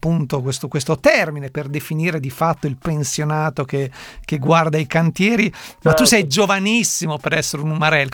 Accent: Bologna, Emilia-Romagna, Italy; io sono di Bologna

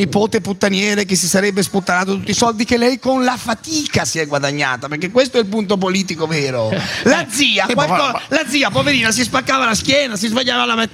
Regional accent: Veneto, Italy; Adoro il dialetto perché sono veneto anch'io

